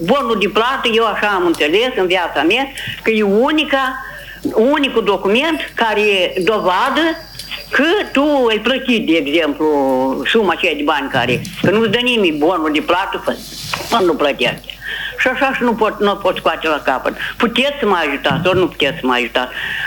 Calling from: Telenești, Telenești District, Moldova; sunt din Telenești.

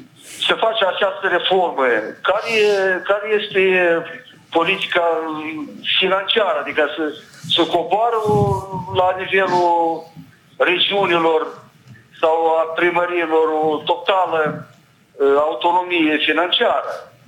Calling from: Moldova; Sunt din Smiștea

